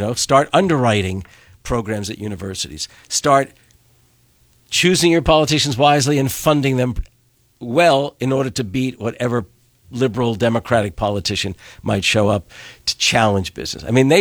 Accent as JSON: {"language": "English", "town": "New York City", "region": "New York", "country": "United States", "tie": "born or raised there", "also_born_or_lived": "England / Louisiana", "moved": "yes", "lives_now": "Wisconsin, United States", "said": "Well, just for starters, I've been here in Wisconsin for more than 45 years. I grew up in the New York City area. I studied in England, I studied in Louisiana, and I ended up in Wisconsin."}